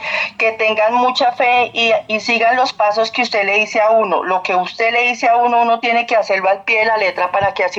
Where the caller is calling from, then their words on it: Santa Rosa de Osos, Antioquia, Colombia; lo llamo aquí de Santa Rosa de Os.